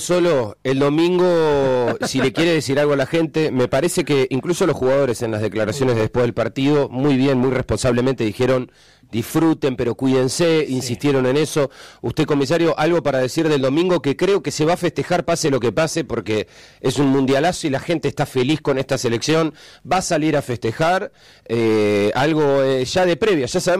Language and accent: Spanish; Argentina; si somos argentinos